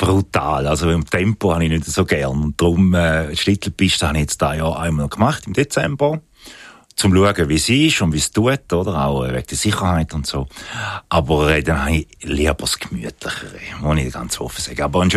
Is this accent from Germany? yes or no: no; Appenzell Ausserrhoden, Switzerland; born there; Aber ich bin ein gebürtiger Ausseroder und arbeite jetzt im Innerrhodisch.